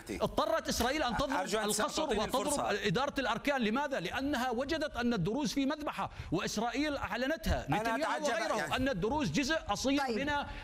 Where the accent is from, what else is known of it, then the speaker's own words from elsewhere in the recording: Syria; أنا سوري، سأتكلم بالحقيقة.